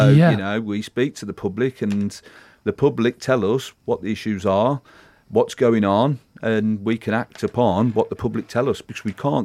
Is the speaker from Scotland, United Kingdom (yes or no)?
no; Dudley, West Midlands, United Kingdom; born there; moved away; I'm from this neck of the woods. I was born in Dudley